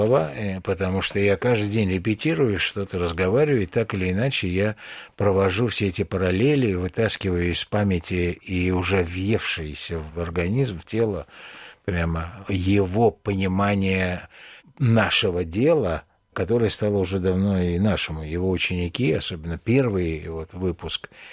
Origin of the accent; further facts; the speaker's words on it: Baku, Azerbaijan; accent: Baku; now in Moscow, Russia; я ведь из Баку приехал. И все, что я знал о культуре в Москве, было на мне, начиная от кремпленового костюма.